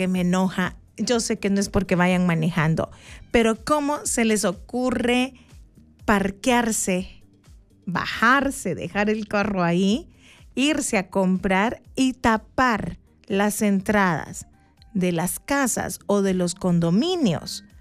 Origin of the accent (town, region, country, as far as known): El Salvador